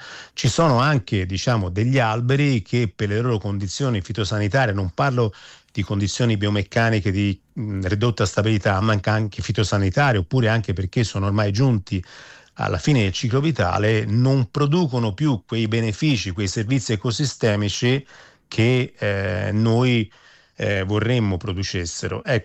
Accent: Florence, Tuscany, Italy; per esempio io appunto sono di Firenze, Firenze sta andando in quella direzione

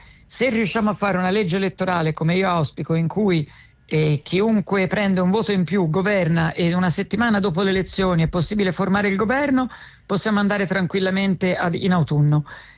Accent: Tuscany, Italy; da toscano e da italiano

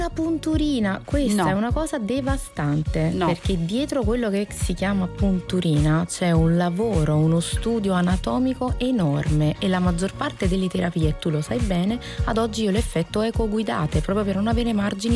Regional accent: Switzerland; perché io sono svizzera

